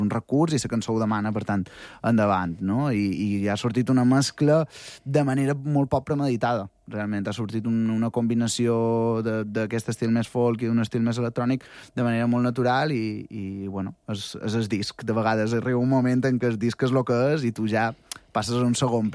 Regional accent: Santa Maria del Camí, Balearic Islands, Spain; jo que sóc de Santa Maria

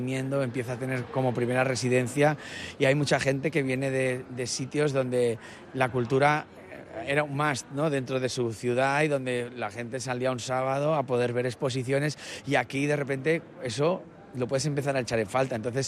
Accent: Madrid, Community of Madrid, Spain; Soy de Madrid.

